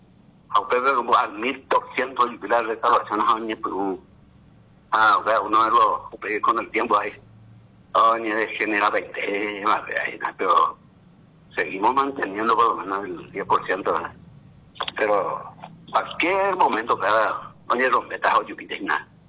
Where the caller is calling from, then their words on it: Paraguay; a mí lo que más me duele como paraguayo